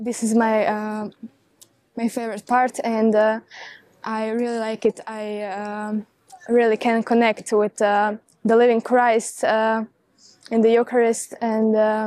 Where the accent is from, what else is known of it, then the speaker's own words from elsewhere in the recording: Zadar, Zadar County, Croatia; I'm from Zadar.